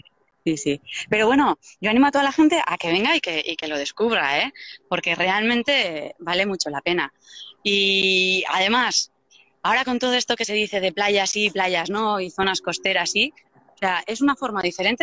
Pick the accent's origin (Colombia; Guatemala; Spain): Spain; Deba, Basque Country; born there; also born or lived in Zumaia